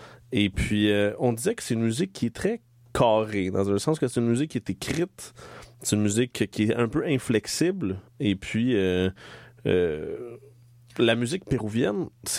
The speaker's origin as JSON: {"language": "French", "country": "Colombia", "second_language": "French", "said": "moi, je viens de la Colombie, Lucio vient de la Colombie."}